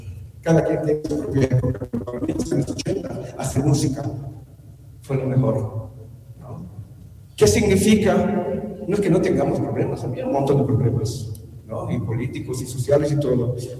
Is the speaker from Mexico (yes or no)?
yes; Mexico; now in Bolivia; yo vengo de México